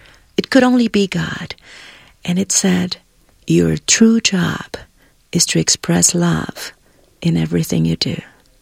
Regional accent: Brazil; moved away as an adult; now in Boston, United States; I am from Brazil

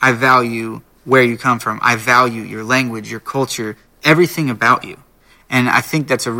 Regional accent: Los Angeles, California, United States; also born or lived in Houston / Florida / Costa Rica / Colombia; I felt called to it because I'm from Los Angeles, and it's 60% Spanish speaking. And I've lived in Houston, and I've lived in Florida, and I've lived in Costa Rica, Colombia, and Spain.

